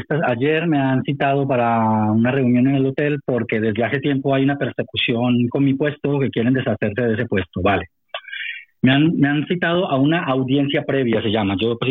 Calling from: Madrid, Community of Madrid, Spain; de Madrid.

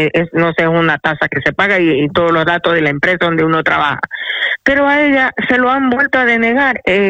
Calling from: Madrid, Community of Madrid, Spain; soy … de Madrid

